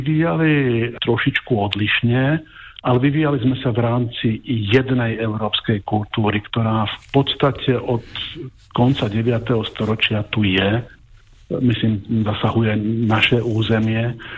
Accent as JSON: {"language": "Slovak", "town": "Liptovský Mikuláš", "region": "Žilina Region", "country": "Slovakia", "lives_now": "Bratislava, Slovakia", "said": "Ale to isté som mal, keď som prišiel z Liptovského Mikuláša do Bratislavy, že tiež to boli dve odlišné prostredia."}